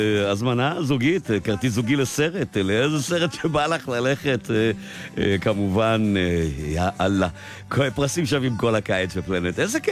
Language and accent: Hebrew; Hungary; לא, כי אני הונגרי, וכשאני טס לבודפשט אני אומר סרבוס